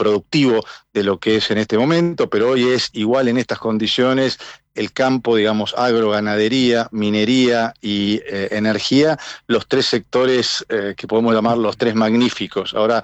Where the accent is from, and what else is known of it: Argentina